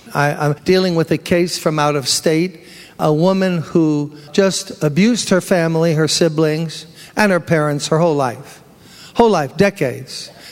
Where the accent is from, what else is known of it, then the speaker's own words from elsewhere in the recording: New York City, New York, United States; I'm from Brooklyn. I'm proud of my borough in a way